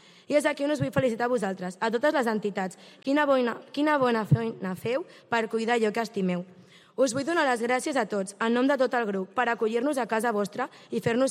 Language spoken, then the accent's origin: Catalan; Sitges, Catalonia, Spain; a Sitges som catalans i catalanes.